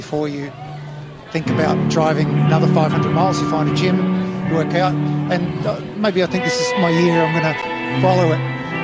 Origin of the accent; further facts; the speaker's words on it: Taradale, Victoria, Australia; Taradale, my hometown